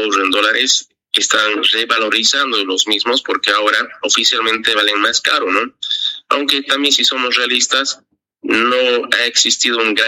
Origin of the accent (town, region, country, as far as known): Bolivia